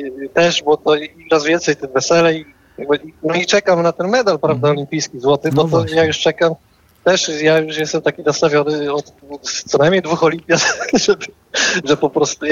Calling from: Middle Pomerania, Poland; No z Pomorza, bo nie z miasta. No.

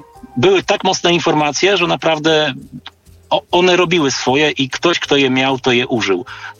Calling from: Lublin, Lublin Voivodeship, Poland; z Lublina

